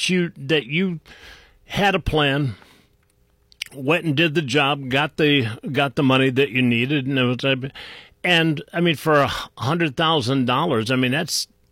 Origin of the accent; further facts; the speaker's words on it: Willowick, Ohio, United States; I grew up in Willowick.